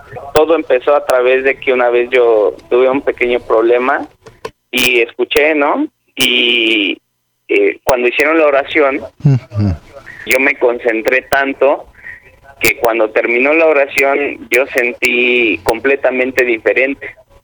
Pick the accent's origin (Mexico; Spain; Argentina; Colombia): Mexico; now in Axapusco, Mexico